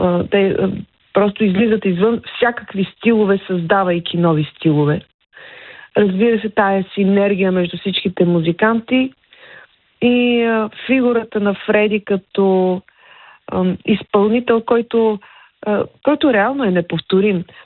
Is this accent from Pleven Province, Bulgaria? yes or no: yes; Pleven, Pleven Province, Bulgaria; ще пея в родния си град. И това, да, защото съм родена всъщност в Плевен